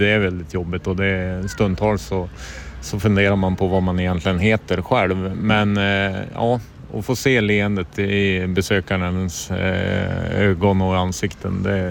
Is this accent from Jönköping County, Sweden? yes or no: no; Sollefteå, Västernorrland County, Sweden; born or raised there